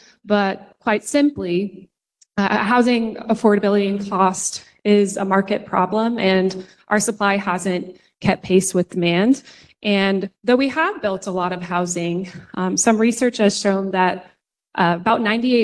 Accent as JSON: {"language": "English", "town": "Middleton", "country": "United States", "tie": "born or raised there", "said": "I'm from Middleton. I grew up surrounded by farm fields. Those farm fields are now suburban neighborhoods."}